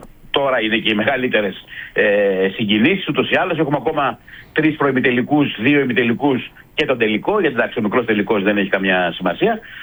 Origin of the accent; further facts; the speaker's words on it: Greece; εμείς σαν Έλληνες μπορούμε να μείνουμε σε φάση-φάση σε όλα τα παιχνίδια